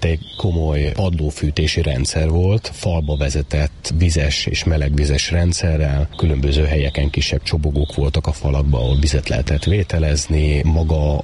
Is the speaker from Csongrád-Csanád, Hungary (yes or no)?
no; Eger, Heves, Hungary; tehát én is egri vagyok, és nagyon keveset tudtam róla mindaddig